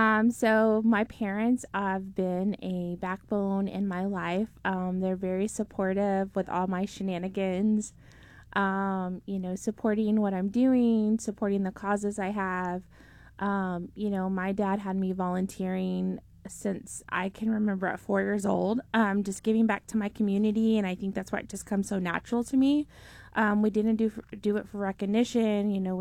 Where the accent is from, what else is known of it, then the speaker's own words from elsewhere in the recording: Tulia, Texas, United States; moved away as an adult; I grew up in Tulia, Texas.